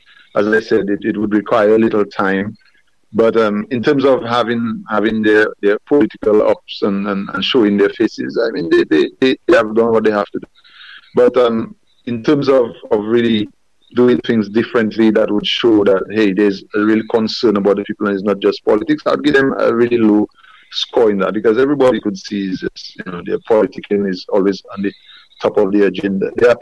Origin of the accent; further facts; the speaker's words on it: Kalinago Territory, Dominica; I'm from the Kalinago territory, and I am living the struggle.